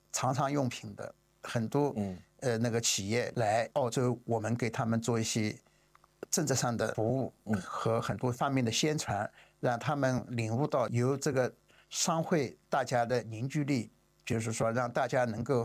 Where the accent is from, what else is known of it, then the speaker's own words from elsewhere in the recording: Nantong, Jiangsu, China; moved away as an adult; now in Sydney, Australia; 我来自于江苏南通，当时是2003年从南通来到澳大利亚，在悉尼这个土地上